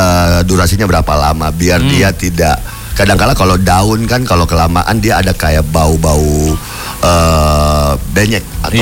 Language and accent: Indonesian; Makassar, South Sulawesi, Indonesia; Saya Makassar.